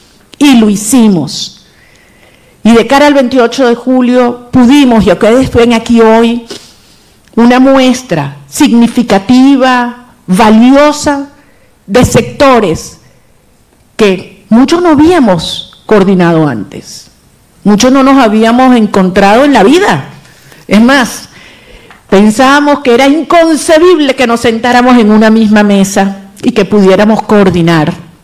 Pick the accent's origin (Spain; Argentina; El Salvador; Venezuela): Venezuela; somos venezolanos con mucho orgullo